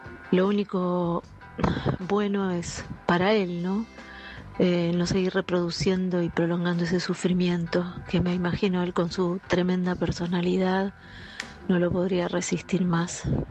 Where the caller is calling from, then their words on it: Buenos Aires, Argentina; de Villa Pueyrredón.